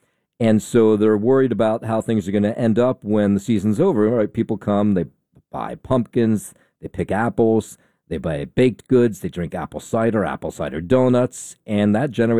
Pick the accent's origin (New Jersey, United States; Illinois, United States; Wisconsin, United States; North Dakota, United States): New Jersey, United States; Jersey City; Jersey City is my hometown. That's where I live.